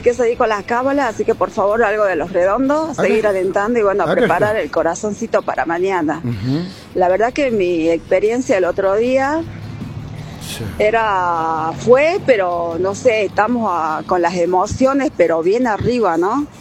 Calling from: Argentina; como toda Argentina, esperando mañana el partido

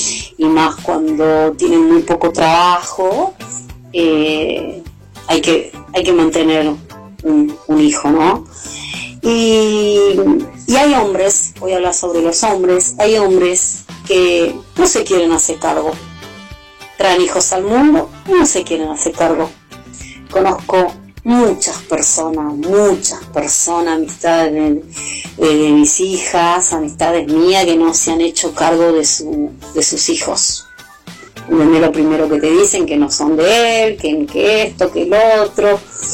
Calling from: José C. Paz, Buenos Aires Province, Argentina; soy de José C. Paz.

